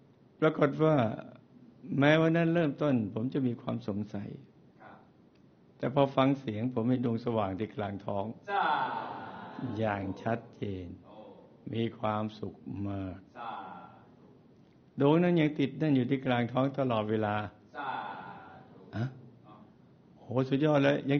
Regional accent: Yala, Thailand; born there; หลวงพ่อครับผมเกิดที่จังหวัดยะลา

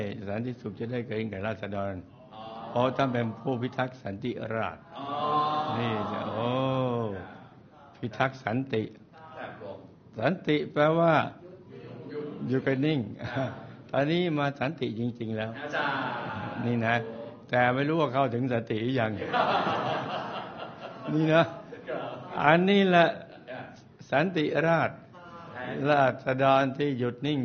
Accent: Suphan Buri, Thailand; born there; แล้วพ่อครับผมเกิดที่สุพรรณแต่ได้ไปจำการที่สถานีตำรวจภูธรเมืองพัทยาอำเภอบางละมุงจังหวัดชลบุรีจากสุพรรณไปชลบุรีนะจ๊ะผม

